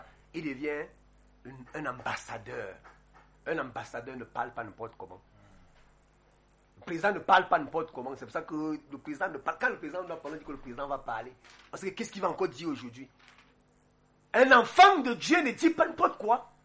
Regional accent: Kondongo, Centre, Cameroon; born or raised there

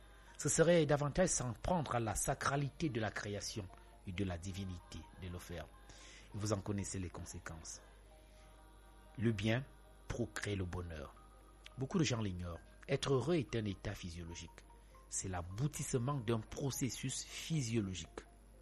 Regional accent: Cameroon; Tout est objet chez nous au Cameroun.

